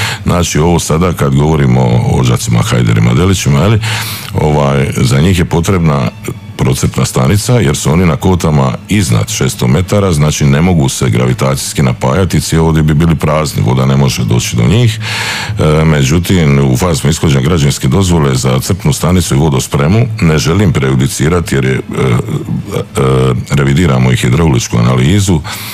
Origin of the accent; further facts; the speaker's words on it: Croatia; iz Zagore i znam kako je imati veću gustirnu čatrnju